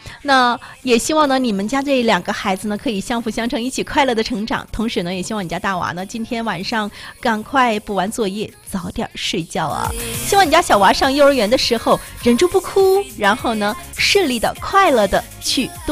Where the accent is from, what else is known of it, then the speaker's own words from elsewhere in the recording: Jinzhou, Liaoning, China; 咱们家乡的锦州